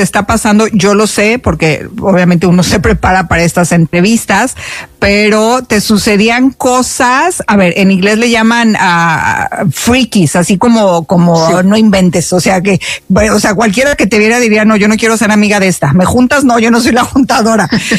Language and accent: Spanish; Mexico; te acompañamos, querida hermana nuestra, yo como mexicana.